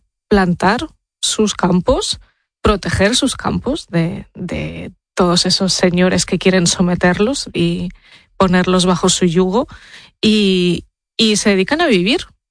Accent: Spain; born there; also born or lived in Tokmak, Zaporizhzhia Oblast, Ukraine; Desde los 7 años vivo en España

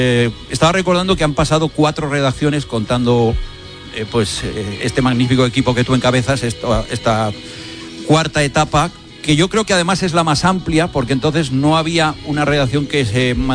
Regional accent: Barcelona, Catalonia, Spain; now in Zaragoza, Spain; Yo nací en Barcelona.

